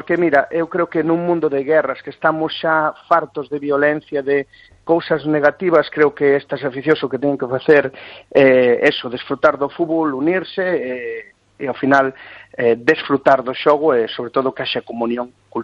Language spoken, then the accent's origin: Galician; Galicia, Spain; pois eso, que temos que, como galegos, pois unirnos, porque creo que así irános mellor a todos.